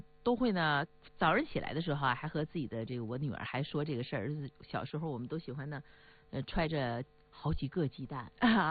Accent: Northeast China, China; accent: Northeastern dialect; 用我们东北话说那羊帮的啊

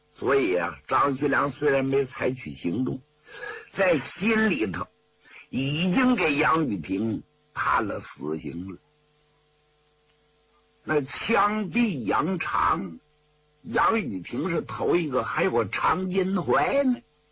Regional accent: Northeast China, China; 我们东北人85%以上都是山东和河北的老家，那祖籍都是那边，都是逃荒下关东到这边来的。

